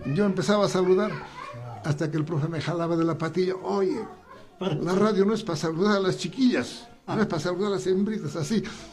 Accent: Marcapata, Cusco, Peru; now in Lima, Peru; Y éramos los marcapateños allá

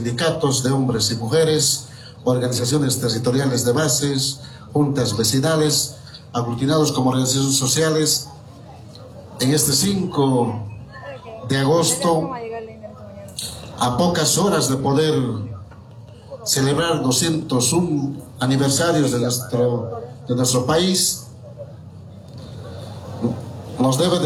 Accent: Bolivia; nos debe unir como bolivianos.

